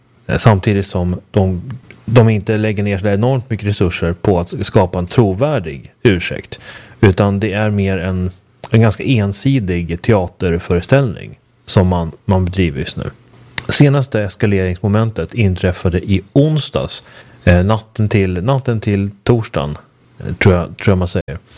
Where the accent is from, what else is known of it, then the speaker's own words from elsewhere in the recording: Sweden; moved away as an adult; now in Budapest, Hungary; hemma i Sverige